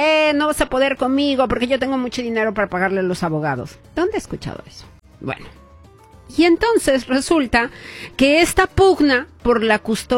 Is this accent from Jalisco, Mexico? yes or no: yes; Guadalajara, Jalisco, Mexico; La gente de Guadalajara, pues tenemos nuestra calidad.